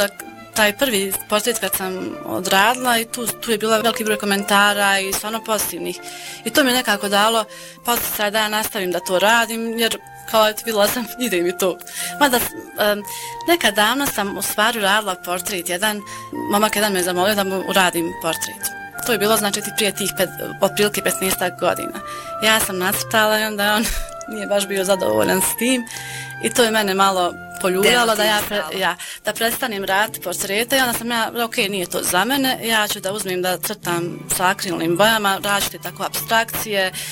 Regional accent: Gračanica, Federation of Bosnia and Herzegovina, Bosnia & Herzegovina; also born or lived in Bijeljina; ja nisam baš rodom iz Gračanice, ja sam rodom iz Bijeljine, ali ovdje sam provjela svoje djetinstvo i svoje najljepše dane

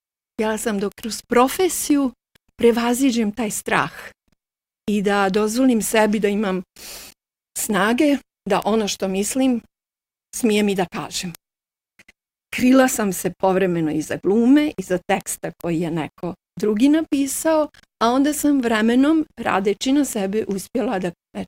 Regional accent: Živinice, Federation of Bosnia and Herzegovina, Bosnia & Herzegovina; born there; also born or lived in Tuzla; Naime, ja sam rođena u Živinicama, a znam da tu i tamo poneko napiše Tuzla, jer sam ja živjela puno godina u Tuzli, da.

